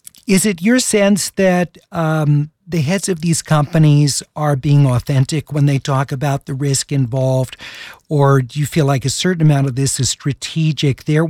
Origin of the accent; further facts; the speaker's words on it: California, United States; growing up in California public schools